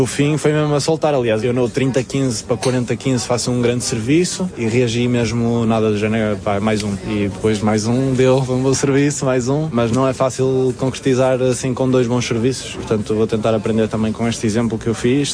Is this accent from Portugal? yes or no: yes; Portugal